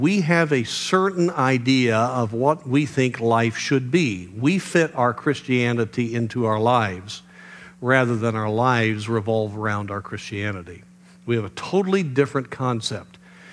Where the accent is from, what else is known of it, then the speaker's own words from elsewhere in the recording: United States; we as American believers